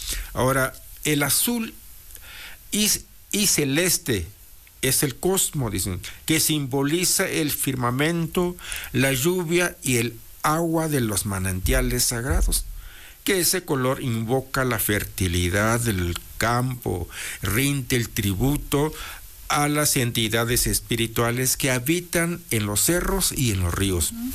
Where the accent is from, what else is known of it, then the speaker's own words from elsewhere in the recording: Mexico; Allá en mi pueblo, no sé ustedes, pero allá por la región mixteca, en los árboles de guaje que llamamos nosotros